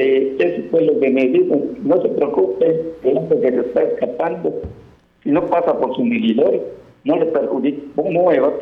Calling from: Yucatán, Mexico; vivimos aquí en la Fidel Velázquez

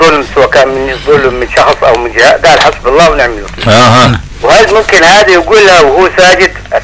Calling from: Hadramawt, Yemen

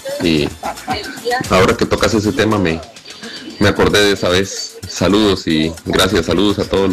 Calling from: Costa Rica; desde aquí, desde mi pueblo, desde Santiago

